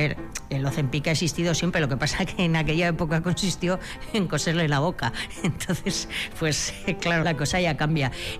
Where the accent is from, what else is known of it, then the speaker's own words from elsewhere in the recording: Peralta, Navarre, Spain; estaba en Peralta, que es mi pueblo, en Navarra